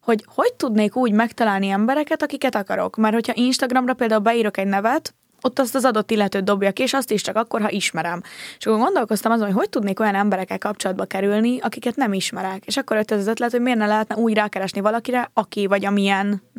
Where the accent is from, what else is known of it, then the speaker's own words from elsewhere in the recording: Budapest, Hungary; én Budán nőttem fel, Rózsadombon, 15 évet laktam a Bimbó úton, édesanyukámmal, aki református kántor és zongora művész … és utána költöztünk ki Budán, szintén csak kicsit kiebbre